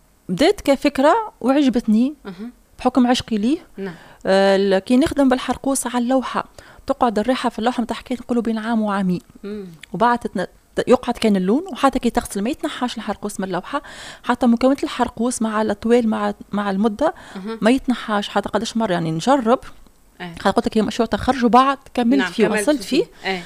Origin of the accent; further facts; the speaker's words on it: Manouba, Tunisia; نقول احنا وليت منوبه ومنوبه ودلي صنهاجه.